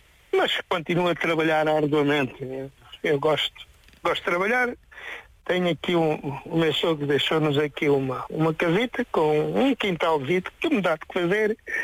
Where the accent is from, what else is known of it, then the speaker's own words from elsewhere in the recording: Vila Viçosa, Alentejo, Portugal; also born or lived in Borba / Lisbon; now in Sobral do Campo, Portugal; Nasci em Borba e fui criada em Vila Viçosa, duas digníficas terras.